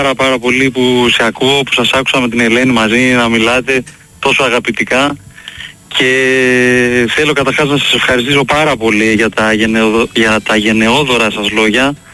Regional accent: Crete, Greece

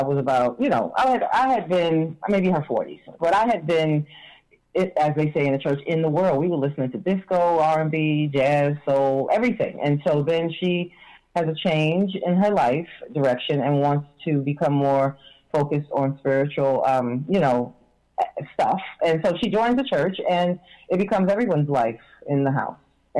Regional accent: New York, United States; it makes me cry today when you ask me how it felt growing up in New York.

